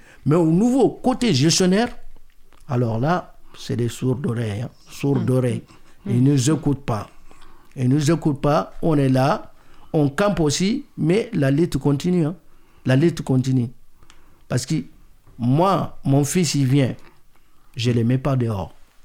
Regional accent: Mali

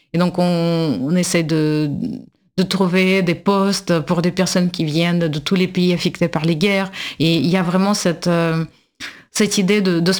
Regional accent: Russia; French is a second language; Et en tant que russe, je pense que oui, il y a aussi la question d'essayer de redéfinir ce que c'est bon, les sciences russes ou les mathématiques russes

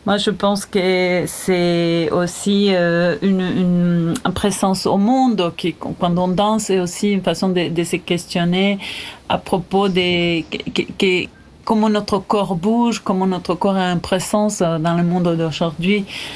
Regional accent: Entre Ríos, Argentina; French is a second language; moved away as an adult; also born or lived in Córdoba; Ben oui, je peux dire que je suis née à Cordoba. Après, j'ai grandi plus en Entre Ríos, justement du côté de l'Uruguay

